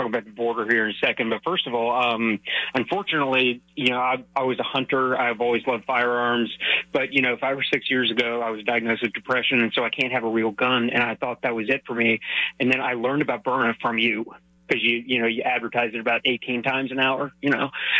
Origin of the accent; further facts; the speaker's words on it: North Carolina, United States; I was a little nervous when the results came in for my home state of North Carolina